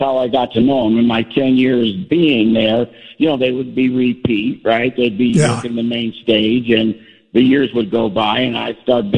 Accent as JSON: {"language": "English", "town": "Kalamazoo", "region": "Michigan", "country": "United States", "tie": "born or raised there", "moved": "as an adult", "said": "I was raised, I think, maybe about an hour and a half drive from Chicago in Kalamazoo, Michigan."}